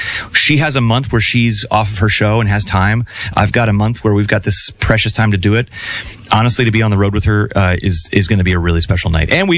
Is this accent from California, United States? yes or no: yes; Los Angeles, California, United States; I'd love to do stuff in my hometown of L.A.